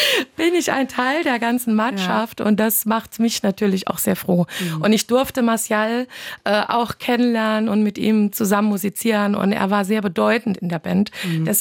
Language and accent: German; Saarland, Germany; Deswegen sage ich es als Saarländerin mal auf platt.